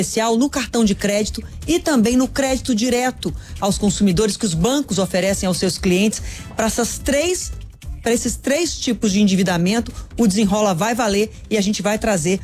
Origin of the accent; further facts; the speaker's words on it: Belo Horizonte, Minas Gerais, Brazil; uma notícia triste da minha terrinha, Belo Horizonte.